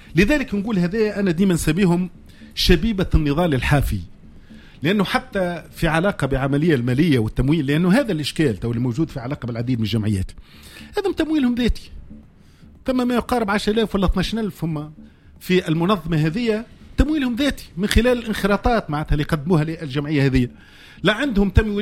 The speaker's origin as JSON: {"language": "Arabic", "country": "Tunisia"}